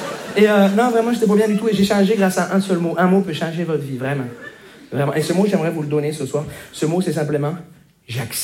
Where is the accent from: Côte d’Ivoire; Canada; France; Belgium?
Canada; Montreal, Quebec; Bonjour, je me présente … je viens de Montréal.